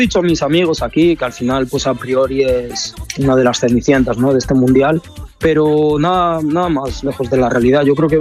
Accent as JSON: {"language": "Spanish", "country": "Spain", "said": "mi color de piel así lo dice también, pero obviamente soy español y también me siento español"}